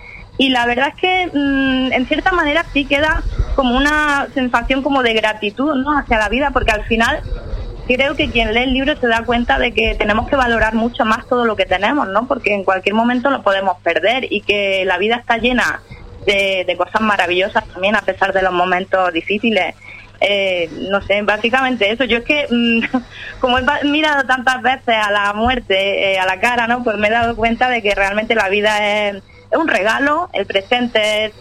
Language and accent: Spanish; El Ejido, Andalusia, Spain; also born or lived in Barcelona; Sí, bueno, sí, yo vivo en El Ejido, aunque nací en Barcelona, pero desde los 13 años me he criado en El Ejido, o sea que se me nota por el hablar.